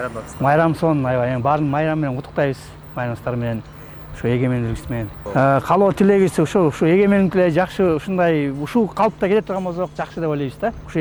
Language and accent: Kyrgyz; Kirovskoye, Talas Region, Kyrgyzstan; Биз өзү Кирковдон келдик, Айтматов районунан.